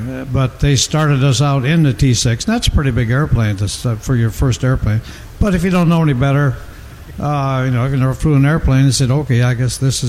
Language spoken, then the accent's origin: English; Minnesota, United States; I'm from Minnesota, and I was up in Minneapolis